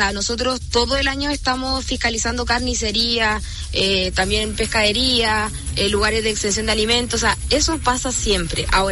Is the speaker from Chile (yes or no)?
yes; Chile; hay ciertos microorganismos que no estamos acostumbrados como chilenos a enfrentar